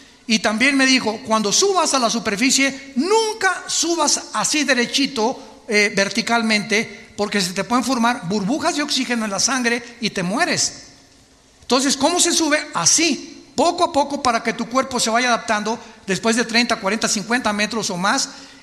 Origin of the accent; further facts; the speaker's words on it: Acapulco, Guerrero, Mexico; fui criado en Acapulco